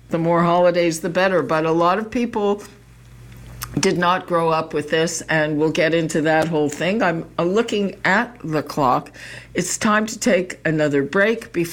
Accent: Quebec, Canada; because I grew up in an immigrant community, never heard of it, but this is in Quebec.

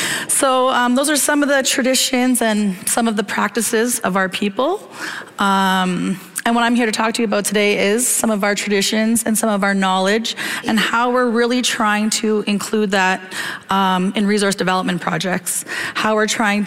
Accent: Ontario, Canada; I'm greeting you in my language of Anishinaabemowin. I said … I come from Wanapate First Nation.

